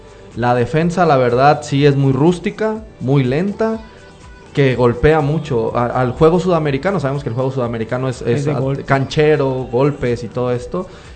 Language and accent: Spanish; Mexico; nosotros como mexicanos